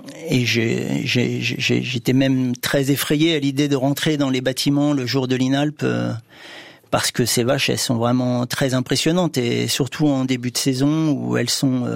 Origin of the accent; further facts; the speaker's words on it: Normandy, France; Non, je suis originaire de Normandie, mes parents étaient issus du milieu agricole